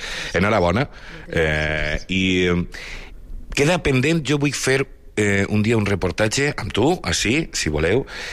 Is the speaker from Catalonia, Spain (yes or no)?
no; Valencia, Valencian Community, Spain; jo vinc de València, capital